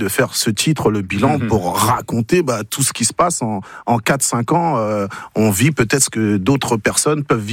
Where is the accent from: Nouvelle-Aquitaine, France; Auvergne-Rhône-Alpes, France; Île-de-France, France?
Île-de-France, France; Sarcelles; Nous, on a grandi à Gare Charcel, banlieue parisienne, dans le 95.